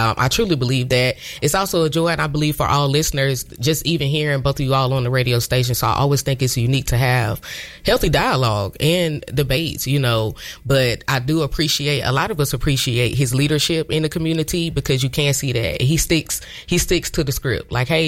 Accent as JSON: {"language": "English", "town": "Augusta", "region": "Georgia", "country": "United States", "tie": "born or raised there", "lives_now": "Grovetown, United States", "said": "I grew up in South Augusta. So it's offensive because they're using it in an offensive term. But I also live in Grovetown now."}